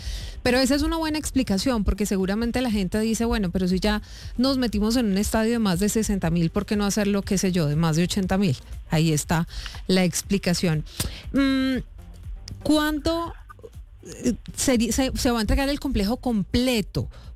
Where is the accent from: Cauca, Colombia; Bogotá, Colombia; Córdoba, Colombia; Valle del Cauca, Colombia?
Bogotá, Colombia; yo le tengo que decir como bogotana